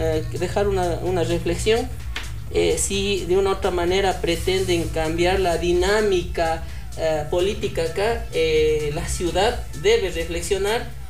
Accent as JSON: {"language": "Spanish", "town": "Ambato", "region": "Tungurahua", "country": "Ecuador", "said": "Soy de Tungurahua, soy de Ambato"}